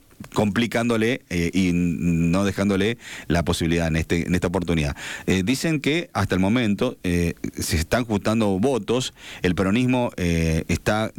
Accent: Argentina; Un presidente tiene que estar acorde a lo que somos los argentinos.

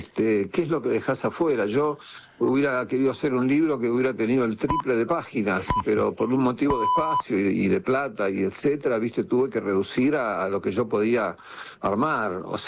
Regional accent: Argentina; moved away as an adult; now in New York, United States; Mira, yo me fui muchas veces de la Argentina. La primera fue cuando terminé el secundario, en el año 69. Y después, bueno, viajé por Europa, estuve en la India, volví a la Argentina. Y después me fui definitivamente en el año 79

